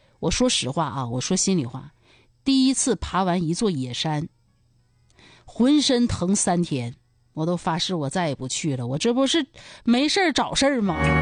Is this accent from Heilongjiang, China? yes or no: yes; Harbin, Heilongjiang, China; moved away; 我哈尔滨人，我家给我邮来的，